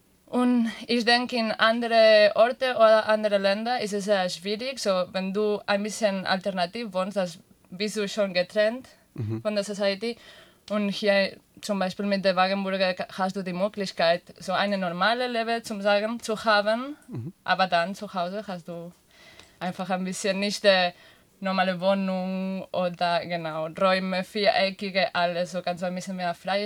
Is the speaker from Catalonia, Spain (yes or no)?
yes; Catalonia, Spain; German is a second language; das kommt jetzt der Wort nicht, ich bin aus Katalonien, sorry.